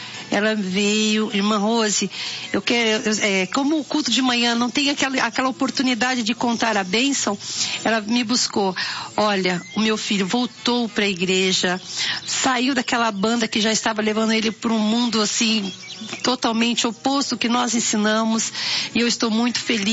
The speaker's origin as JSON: {"language": "Portuguese", "region": "São Paulo", "country": "Brazil", "tie": "born or raised there", "also_born_or_lived": "Bahia", "said": "Porém, fui criada em São Paulo."}